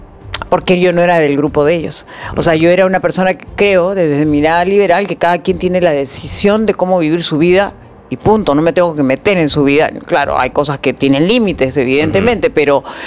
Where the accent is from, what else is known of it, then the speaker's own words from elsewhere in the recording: Peru; Yo también, como muchos peruanos, caímos en la trampa.